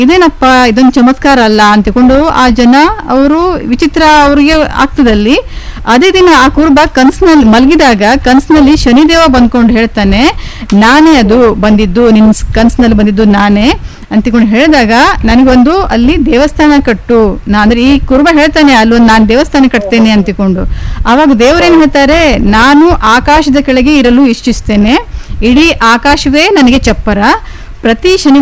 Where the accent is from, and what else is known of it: Karnataka, India